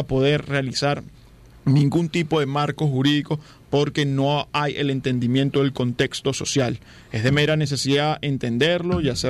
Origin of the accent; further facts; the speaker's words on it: Venezuela; lo estoy diciendo desde un contexto como venezolano. Es el momento de la nueva Venezuela